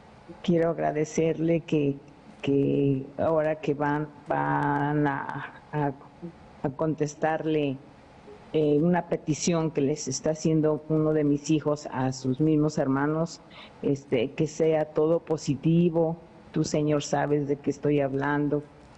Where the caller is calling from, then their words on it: Guadalajara, Jalisco, Mexico; de Guadalajara.